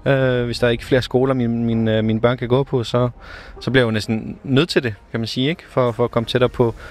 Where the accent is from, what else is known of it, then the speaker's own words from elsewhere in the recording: Nakskov, Zealand, Denmark; Jeg har rigtig meget netværk hernede, og er rigtig glad for min hjemby, Nakskov.